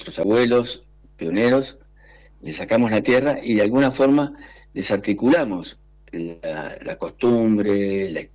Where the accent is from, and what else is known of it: Patagonia, Argentina